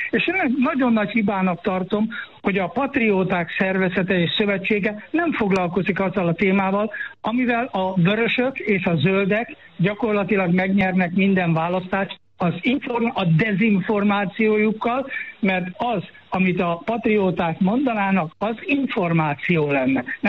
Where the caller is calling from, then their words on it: Germany; ott élek, de ebben a pillanatban Magyarországon